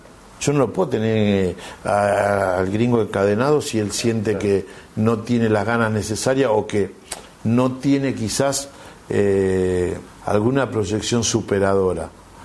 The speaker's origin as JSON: {"language": "Spanish", "country": "Argentina", "said": "Porque somos argentinos. Y porque estamos orgullosos."}